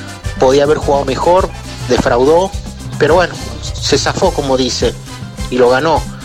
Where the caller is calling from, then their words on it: José C. Paz, Buenos Aires Province, Argentina; Buen día, Mancini, a todo tu equipo. … de José Paz.